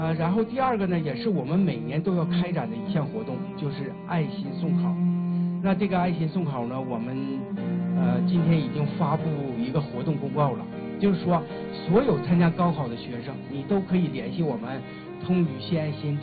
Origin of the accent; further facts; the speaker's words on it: China; 我们的生在一个和平，生在一个泱泱大国，是不是？我们真的作为中国人